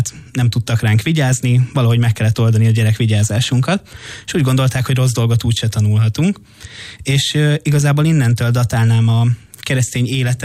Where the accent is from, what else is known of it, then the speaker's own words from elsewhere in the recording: Budapest, Hungary; Békásmegyeren nőttem föl